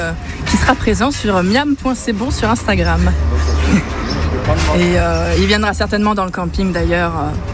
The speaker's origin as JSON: {"language": "French", "region": "Auvergne-Rhône-Alpes", "country": "France", "said": "On n'est pas belge, on est auvergnat, pure souche d'ailleurs, les sauces bleues, les Saint-Nectaire le rappellent"}